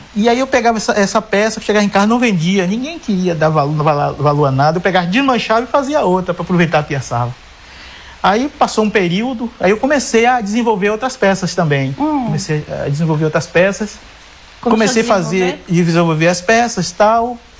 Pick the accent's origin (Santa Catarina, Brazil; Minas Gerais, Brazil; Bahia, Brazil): Bahia, Brazil; Ituberá; E de onde? Eu sou de Ituberá.